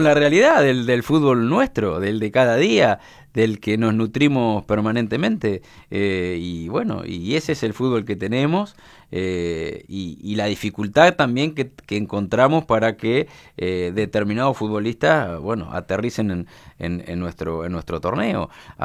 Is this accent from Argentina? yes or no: yes; Argentina; somos argentinos.